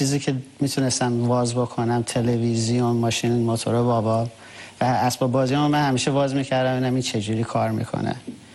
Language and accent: Persian; Tehran, Tehran Province, Iran; من سال 1974 توی تهران به دنیا آمدم